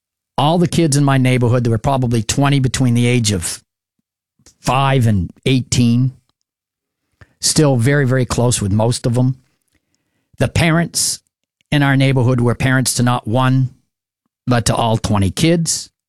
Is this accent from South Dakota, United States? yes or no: no; Marlborough, New Hampshire, United States; also born or lived in Keene, New Hampshire / Surry, New Hampshire; spent the first 4.5 years of my life growing up in Surrey, New Hampshire. From there, I moved to Cottage Street in Marlborough, New Hampshire, across the street from my grandparents, my dad's parents.